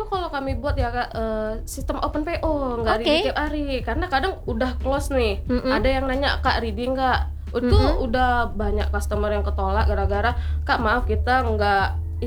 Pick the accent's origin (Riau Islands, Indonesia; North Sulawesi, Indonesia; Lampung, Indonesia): Riau Islands, Indonesia; Kijang; Kami asli orang Kijang tapi orang Bugis, jadi bukan orang Palembang. Kebetulan orang tua dua-dua dari Bugis kan, Sulawesi sana, jadi alhamdulillah asli Bugis